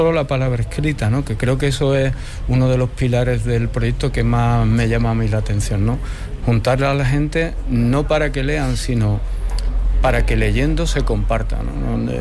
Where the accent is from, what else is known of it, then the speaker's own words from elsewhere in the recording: Andalusia, Spain; Y para nosotros como andaluza y como andaluces más.